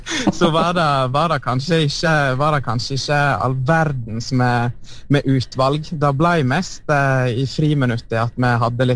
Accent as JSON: {"language": "Norwegian", "town": "Solvorn", "region": "Vestland", "country": "Norway", "tie": "born or raised there", "said": "Jeg vokste opp i Solvorn, perla ved Lustrafjorden."}